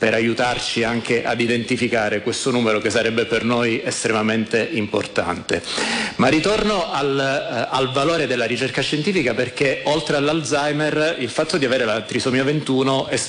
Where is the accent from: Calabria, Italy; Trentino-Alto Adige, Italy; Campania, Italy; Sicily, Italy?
Calabria, Italy; Io sono calabrese